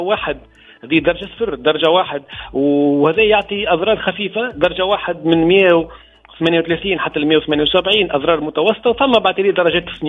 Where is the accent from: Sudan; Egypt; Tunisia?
Tunisia; Menzel Farsi, Monastir Governorate; من منزل فارسي مدينتي